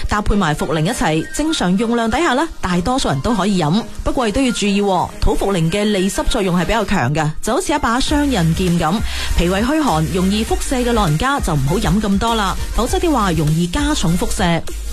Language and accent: Cantonese; Guangdong, China